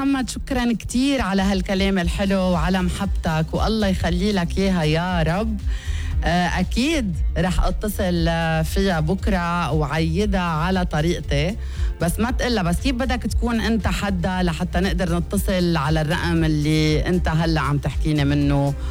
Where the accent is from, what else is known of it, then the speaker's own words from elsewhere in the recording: Lebanon; نحنا كلبنانيين